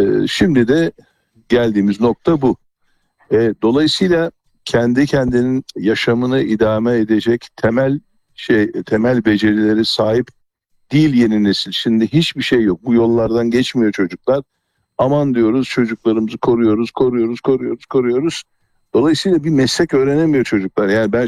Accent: Gaziantep, Turkey; now in Istanbul, Turkey; Emre ben çocukken ben Antepliyim. Antep'te büyüdüm. Bizde erkek çocuklar okul tatillerinde mutlaka çalışırlardı.

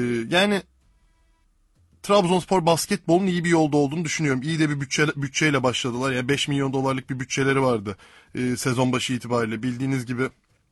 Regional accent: Istanbul, Turkey; Liglerde çok sayıda İstanbul takımı olmasını bir İstanbullu olarak.

